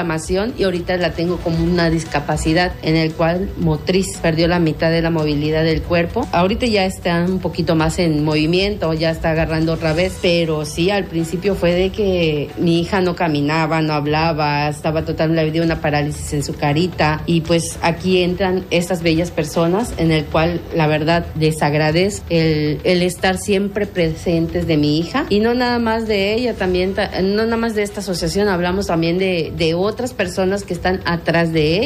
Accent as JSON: {"language": "Spanish", "region": "Campeche", "country": "Mexico", "said": "yo soy de acá de Campeche, y trato de apoyar a los papás de fuera"}